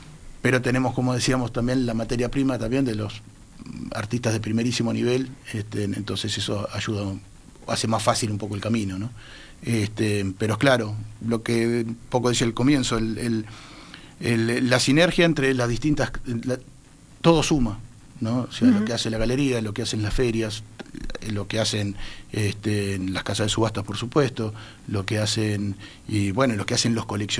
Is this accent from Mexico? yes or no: no; Uruguay